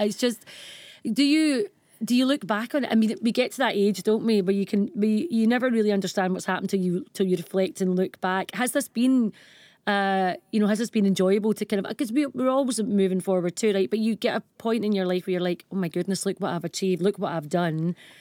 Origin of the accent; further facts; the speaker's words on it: Glasgow, Scotland, United Kingdom; And I remember being younger, growing up in Glasgow and learning the violin and looking at trad music